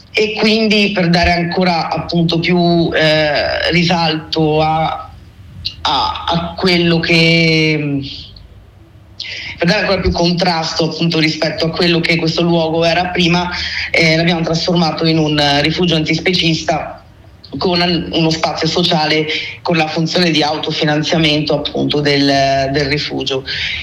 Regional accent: Veneto, Italy; moved away; vengo dal Veneto, ho conosciuto il mio compagno che abitava qui vicino

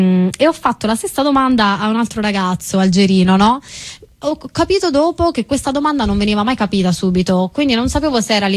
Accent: Calabria, Italy; born there; now in Prato, Italy; Allora, io oggi sono a Firenze, ma abito a Prato, ma sono nata in Calabria

